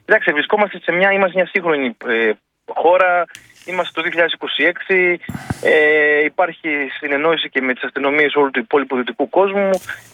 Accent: Greece

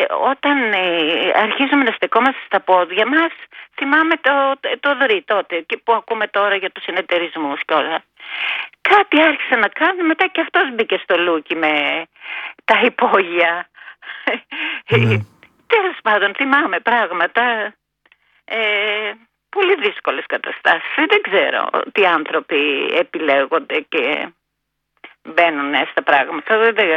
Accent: Vonitsa, Western Greece, Greece; Είναι η Βόνιτσα.

